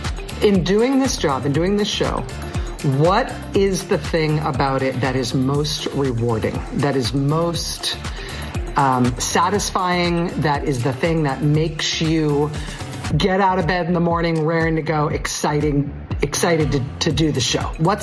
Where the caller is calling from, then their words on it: Massachusetts, United States; from Western Massachusetts.